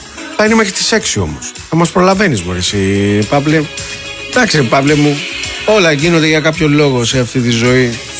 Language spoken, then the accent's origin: Greek; Molaoi, Peloponnese, Greece; στο χωριό μου στους Μολάους.